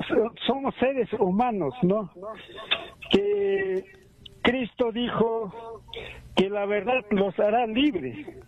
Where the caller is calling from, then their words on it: Taraco, Puno, Peru; desde Taraco.